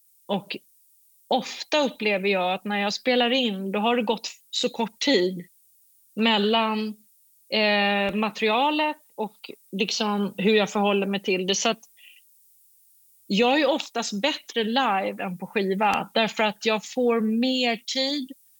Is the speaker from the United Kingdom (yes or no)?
yes; United Kingdom; Swedish is a second language; Jag kommer från Storbritannien och jag vet hur jag ska säga saker.